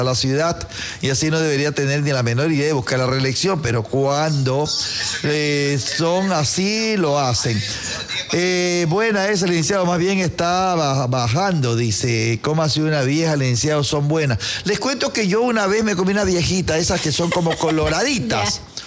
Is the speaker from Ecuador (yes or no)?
yes; Portoviejo, Manabí, Ecuador; moved away; Yo nací en Puerto Viejo, en la actual parroquia San Pablo. Antes se llamaba, era barrio San Pablo. Allá al lado de la iglesia, arriba en la loma. Ahí nací yo. Entonces, cercano al mar, cercano al Crucita, San Jacinto.